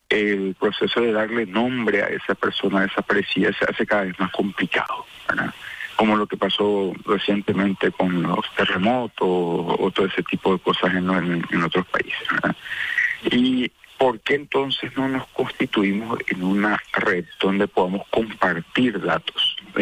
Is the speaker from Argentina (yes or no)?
no; Paraguay